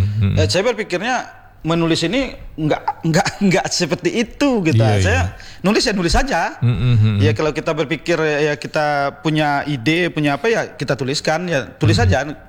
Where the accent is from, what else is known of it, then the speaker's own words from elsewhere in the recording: Riau, Indonesia; born there; karena kampung saya itu aliran Kamparnya kayak Batang Kapur itu satu aliran.